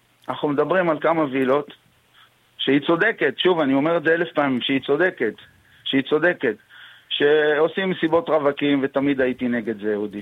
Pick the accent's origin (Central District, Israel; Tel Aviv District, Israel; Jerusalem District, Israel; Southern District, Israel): Southern District, Israel; Eilat; אני אילתי